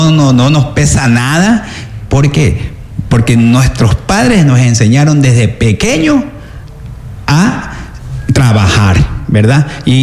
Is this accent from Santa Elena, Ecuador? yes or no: yes; Salinas, Santa Elena, Ecuador; mi querido Cantón Salinas